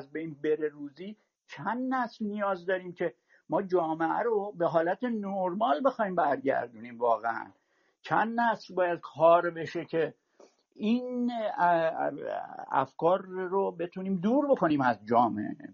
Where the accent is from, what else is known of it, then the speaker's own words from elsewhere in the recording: Iran; moved away; من الان 37 ساله که خارج از ایرانم، یعنی یه چند سالی بوده، 2-3 سالی بود که انقلاب شده بود اومدیم این